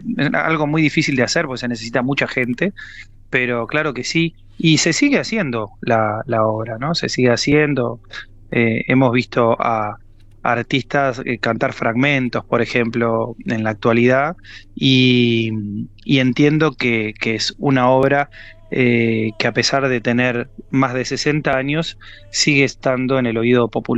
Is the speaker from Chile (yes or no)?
no; Uruguay; now in Argentina; muy contento de estar en mi país y con el público del Uruguay